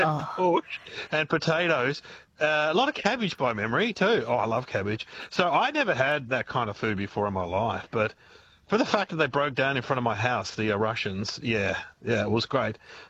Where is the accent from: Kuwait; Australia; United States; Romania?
Australia; Mitcham, Victoria; Well, I grew up in Mitcham, and you'd think Mitcham would be pretty white Anglo, but because it was near the Nuttawatti Migrant Hostel, we had a lot of migrants dotted throughout the area, and so many at school.